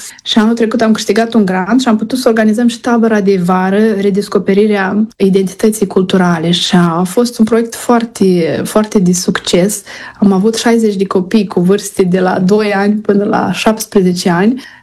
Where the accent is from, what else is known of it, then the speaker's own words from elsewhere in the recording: Moldova; now in United States; Deci mie îmi place America pentru că eu pot să trăiesc ca moldovean într-o țară mai dezvoltată, cu altă cultură, unde regulă ai regulă, unde pot să fac ce vreau eu fără piedici.